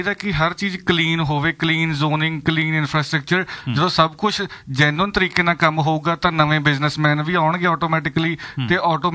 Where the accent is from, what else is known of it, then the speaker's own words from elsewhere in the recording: Bakhora Kalan, Punjab, India; ਮੇਰਾ ਪਿੰਡ ਬਖੋਰਾ ਕਲਾਂ ਜੀ, ਜ਼ਿਲ੍ਹਾ ਸੰਗਰੂਰ.